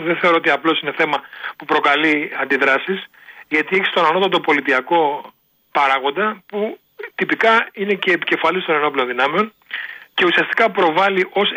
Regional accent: Ioannina, Epirus, Greece; γιατί έχω και πατρίδα, είμαι η πατρίδα μου από τα Γιάννενα, είμαι από την Αετόπετρα Ιωαννίνων

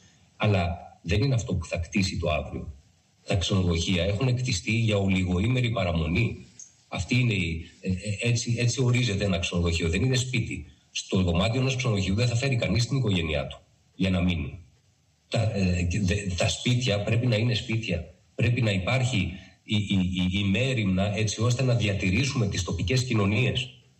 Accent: North Aegean, Greece; όσο είπα και εγώ νησιώτης, είμαι από το Βόρειο Αιγαίο.

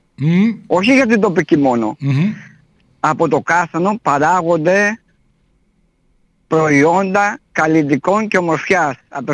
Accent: Skotina, Central Macedonia, Greece

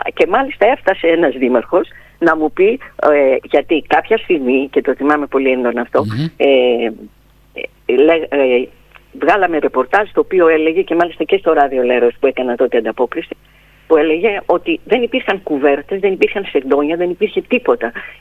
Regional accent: Patmos, South Aegean, Greece; moved away as an adult; now in Ikaria, Greece; θα με διώξει από το νησί μου.

